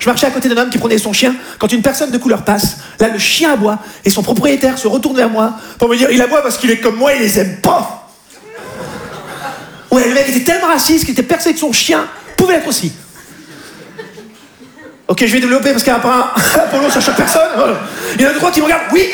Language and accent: French; South-West France, France; Moi, je viens du sud-ouest de la France, d'accord?